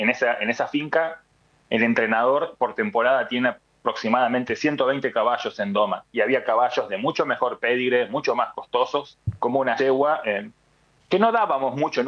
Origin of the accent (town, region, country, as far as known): Argentina; now in United States